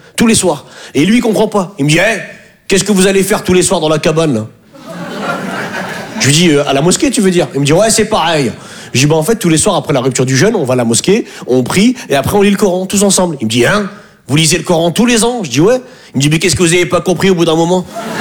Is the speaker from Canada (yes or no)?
no; Hauts-de-France, France; moved away as an adult; now in Paris, France; Moi, je suis un ch'ti. Je viens du nord de la France.